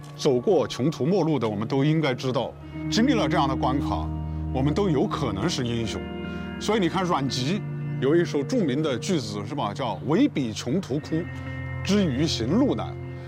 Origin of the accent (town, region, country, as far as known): China